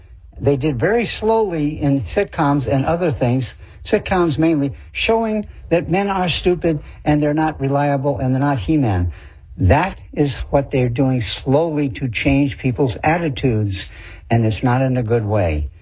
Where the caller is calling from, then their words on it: California, United States; from Orange County.